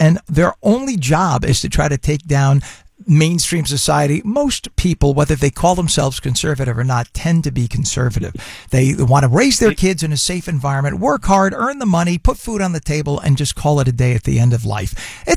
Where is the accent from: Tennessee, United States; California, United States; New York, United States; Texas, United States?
New York, United States; New Rochelle; from my home county of Westchester, born and raised in New Rochelle.